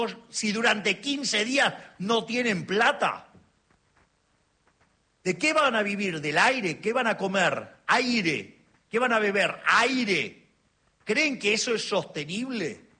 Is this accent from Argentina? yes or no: yes; Argentina